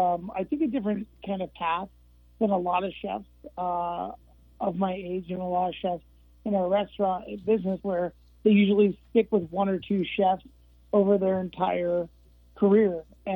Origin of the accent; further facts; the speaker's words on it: Las Vegas, Nevada, United States; Well, I'm born and raised in Las Vegas